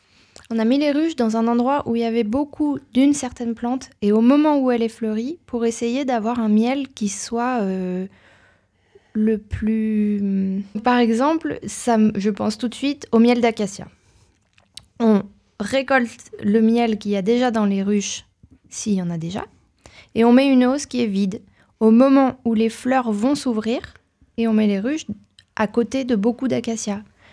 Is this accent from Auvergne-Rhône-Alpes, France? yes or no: yes; Auvergne-Rhône-Alpes, France; Pour le châtaignier, c'est chez nous